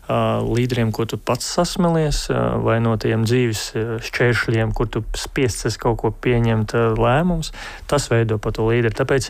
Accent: Riga, Latvia; also born or lived in Sigulda; Rīga, tāpēc, ka es esmu rīdzinieks. Es esmu dzīvojis trīs apvidos, bet apkaimēs jau šo laikam tagad pareizāk teikt Brasa. Brasa, tur, ko es laikam visvairāk uzaudzis.

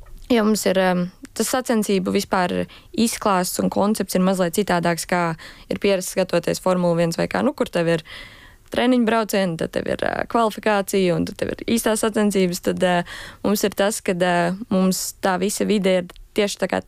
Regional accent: Bauska Municipality, Latvia; sanāca tā arī uzaugts, arī esmu no Bauskas puses.

